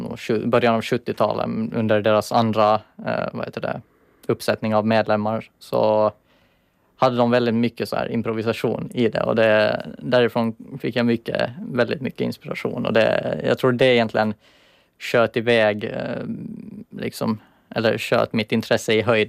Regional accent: Åland, Åland Islands; also born or lived in Västanfjärd, Kimitoön, Finland; now in Jakobstad, Finland; Jag är född på fastlandet faktiskt. Södra Finland på Kimitoön i Västanfjärd. Jag tror det var då jag var 5 år, så flyttade vi hit och så har jag bott här sedan dess. I princip, så största delen av livet har jag bott här.

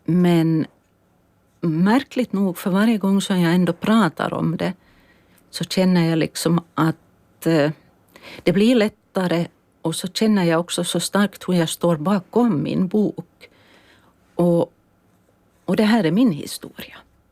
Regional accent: Ekenäs, Uusimaa, Finland; moved away as an adult; now in Åland, Finland; Vi har bott länge i Ekenäs, jag är född och uppvuxen i Ekenäs.

